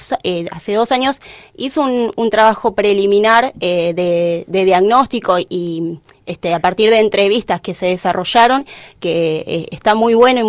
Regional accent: Lomas de Zamora, Buenos Aires Province, Argentina; moved away as an adult; now in Río Gallegos, Argentina; vengo de la provincia de Buenos Aires. Ya hace un tiempito, un mes y pico, que vine a vivir a la provincia, acá a Santa Cruz, a Río Gallegos específicamente

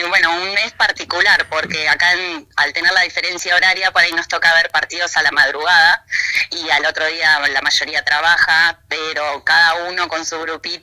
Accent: Argentina; moved away as an adult; now in Spain; como somos los argentinos

